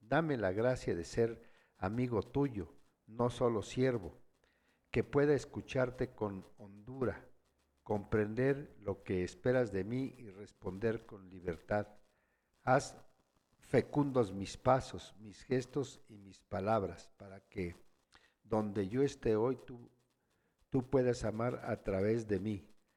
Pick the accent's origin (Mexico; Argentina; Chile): Mexico; San Juan Yucuita, Oaxaca; Igual hay un saludo para las familias que nos están escuchando en mi pueblo, San Juan Yucuita.